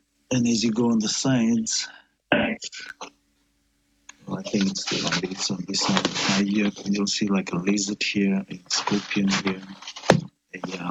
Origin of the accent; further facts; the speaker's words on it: Fiji; And I was also, I was born and raised in Fiji as well. So I've got Rotuma, I've got Italy and Fiji.